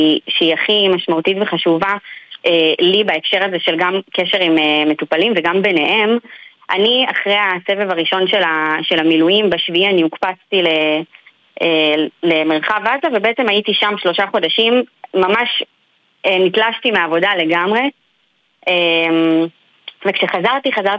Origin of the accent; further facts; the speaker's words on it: Nahariya, Northern District, Israel; moved away as an adult; now in central Israel; אני במקור מנהריה, עכשיו כל המשפחה שלי שם, אני גרה במרכז כבר משהו כמו 9 שנים